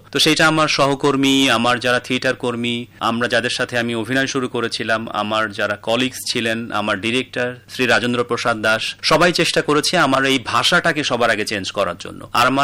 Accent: Bangladesh; also born or lived in Kolkata; আমি বাংলাদেশের একজন নাগরিক

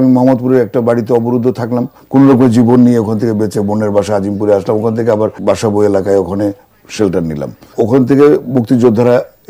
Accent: Sirajganj, Rajshahi Division, Bangladesh; আমার বাড়ি সিরাজগঞ্জে, যমুনা পারের সন্তান আমি। সেখানে আমার নানার বাড়িতে 48 সেপ্টেম্বরে জন্ম।

